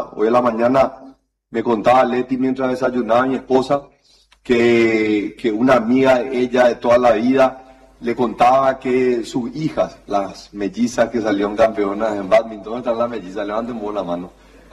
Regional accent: Paraguay; yo estoy orgulloso como paraguayo

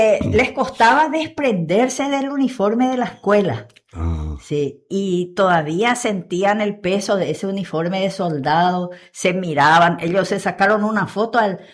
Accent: Paraguay; nosotros que somos paraguayos

